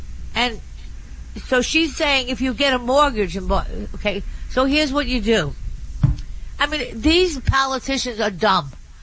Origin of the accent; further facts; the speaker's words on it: New York City, New York, United States; But most people that I know, and I'm a New Yorker, they're like maybe saying, okay, I'm going to buy something here.